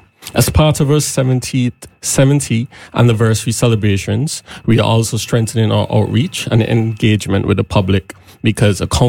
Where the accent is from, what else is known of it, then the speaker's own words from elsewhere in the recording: Antigua & Barbuda; moved away as an adult; now in Montserrat; I'm from the beautiful island of Antigua.